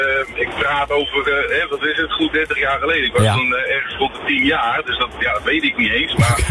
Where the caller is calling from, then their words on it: Netherlands; ik kom uit het midden van Nederland.